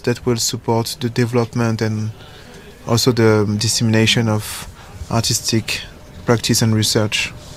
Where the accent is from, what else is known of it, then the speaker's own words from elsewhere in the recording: France; But initially, I am a dancer from the Conservatoire of Lyon. So it's like a so I'm like a French bread.